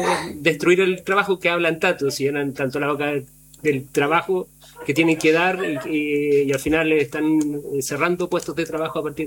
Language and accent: Spanish; Chile; lo que nos da forma de ser como latinoamericano y como chileno